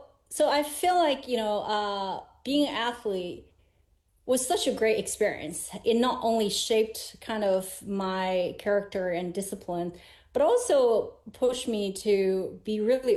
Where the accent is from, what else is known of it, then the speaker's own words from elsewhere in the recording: China; And I was born and raised in China, and I grew up as an athlete, and I loved sports.